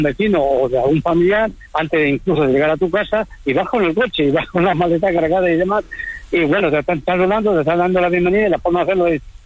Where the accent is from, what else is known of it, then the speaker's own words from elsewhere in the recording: Extremadura, Spain; el tema es que yo soy extremeño, pero desde hace casi 50 años pues convivo con mi mujer, que es de La Mancha